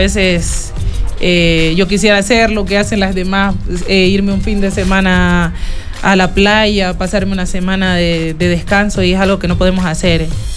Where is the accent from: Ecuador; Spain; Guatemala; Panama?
Ecuador; also born or lived in Colombia; yo tenía papeles colombianos, porque yo nací en Colombia, pero crecí aquí en Ecuador.